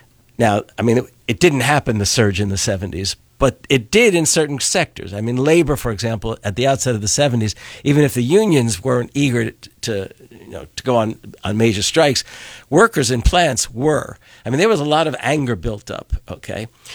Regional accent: New York City, New York, United States; also born or lived in England / Louisiana; now in Wisconsin, United States; Well, just for starters, I've been here in Wisconsin for more than 45 years. I grew up in the New York City area. I studied in England, I studied in Louisiana, and I ended up in Wisconsin.

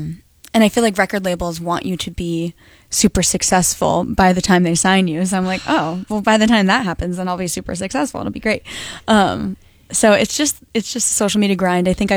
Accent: Rhode Island, United States; Yes, I'm from Rhode Island.

